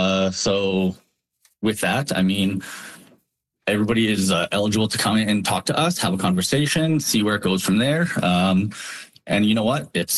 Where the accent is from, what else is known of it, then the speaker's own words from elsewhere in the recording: Regina, Saskatchewan, Canada; moved away as an adult; So I'm actually originally from Regina, and it's nice to be back home now, actually recruiting and working here in my community